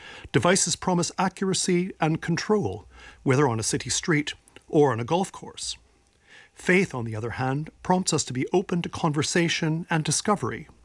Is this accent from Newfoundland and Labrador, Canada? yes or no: no; Toronto, Ontario, Canada; Growing up in Toronto